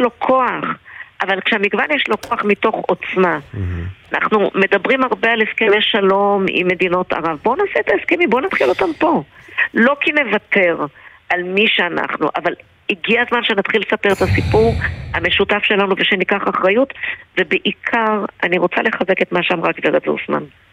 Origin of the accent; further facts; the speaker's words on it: Beit Shemesh, Jerusalem District, Israel; now in Kiryat Shmona, Israel; אני שבאה מבית שמש ונמצאת בקריית שמונה, יש פה בהחלט מגוון מאוד רחב של אנשים